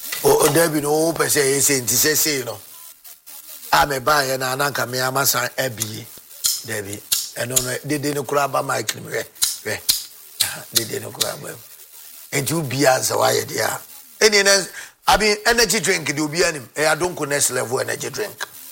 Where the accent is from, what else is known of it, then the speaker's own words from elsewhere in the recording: Ghana; u think, say, as a Ghanaian, I will follow the blasters of Ghana?